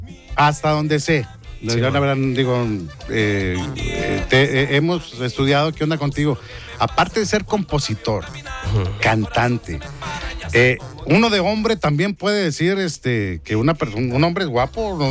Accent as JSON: {"language": "Spanish", "town": "Monterrey", "region": "Nuevo León", "country": "Mexico", "said": "Es más, y como somos regios y somos como hermanos, nos podemos hasta dar besos."}